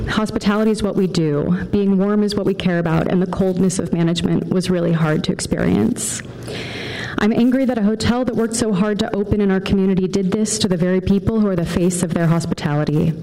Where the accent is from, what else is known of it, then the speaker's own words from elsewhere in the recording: Palo Alto, California, United States; I grew up in Palo Alto. I went to preschool at Downtown Children's Center near the graduate.